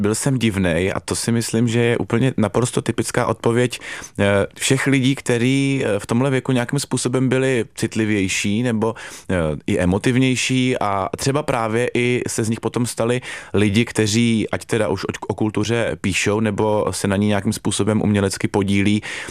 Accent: Ostrava, Moravian-Silesian Region, Czechia; Jsem z Ostravy a moje maminka právě jako vždycky tomu tak říkala pajdák.

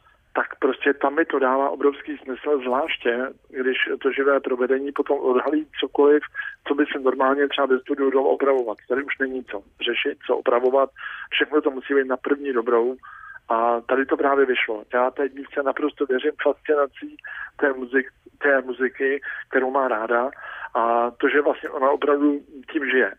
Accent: Bohemia, Czechia; my jsme z Čech.

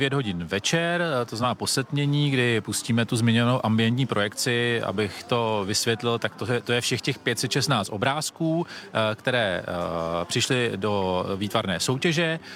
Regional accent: Plzeň, Plzeň Region, Czechia; my jsme z Plzně

